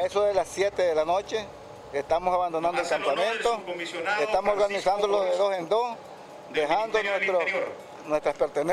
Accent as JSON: {"language": "Spanish", "town": "Siuna", "region": "North Caribbean Coast Autonomous Region", "country": "Nicaragua", "said": "Yo soy de Ciuna."}